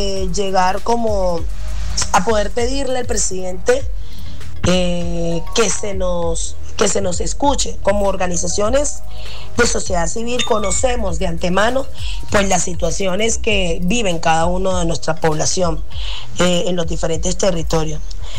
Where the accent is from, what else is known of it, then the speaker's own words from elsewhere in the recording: Venezuela; now in Quibdó, Colombia; soy venezolana residente en la ciudad de Quibdó, en el departamento del Chocó, Pacífico colombiano.